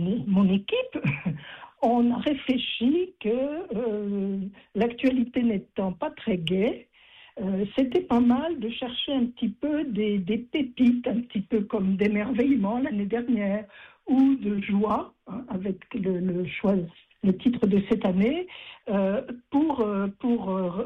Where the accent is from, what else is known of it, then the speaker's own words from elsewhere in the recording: Lyon, Auvergne-Rhône-Alpes, France; now in Dieulefit, France; je suis lyonnaise d'origine.